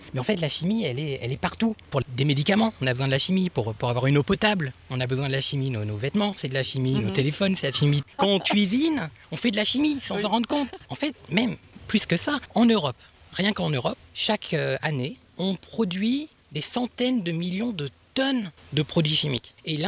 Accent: Béthisy-Saint-Pierre, Hauts-de-France, France; born or raised there; now in Japan

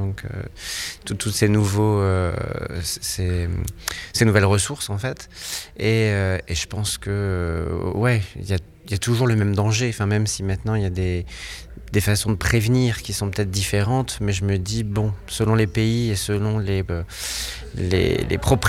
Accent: Hauts-de-France, France; Enfin, même si je viens du Nord, j'ai quand même beaucoup de paysages qui sont quand même assez tristes.

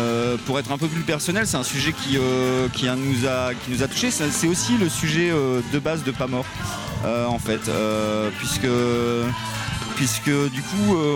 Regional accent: Calais, Hauts-de-France, France; et du coup on vient de Calais, c'est encore plus pertinent je pense quand on vient de Calais

